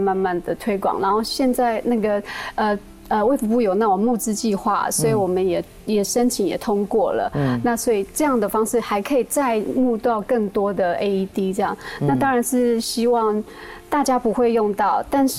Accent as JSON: {"language": "Chinese", "region": "Nantou County", "country": "Taiwan", "tie": "born or raised there", "said": "放在我的家乡，就是南投县信义乡的13个部落"}